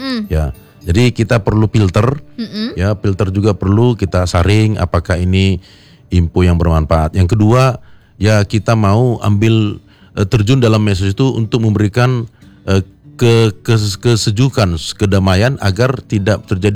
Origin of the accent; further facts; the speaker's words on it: Medan, North Sumatra, Indonesia; moved away as an adult; now in Bogor, Indonesia; Saya ini saya dari Medan asli loh Mbak.